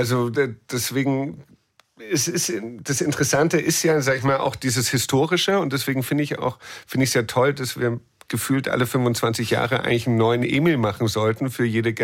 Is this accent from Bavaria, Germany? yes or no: yes; Munich, Bavaria, Germany; Also auch wenn ich als Münchner dann diesen Stoff mache in Berlin.